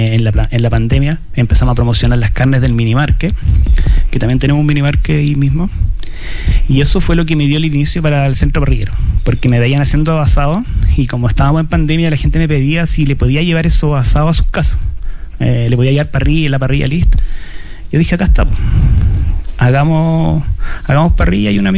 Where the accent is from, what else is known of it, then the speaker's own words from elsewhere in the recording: Paihuano, Coquimbo, Chile; somos de Paihuano, somos de la quebrada de Paihuano.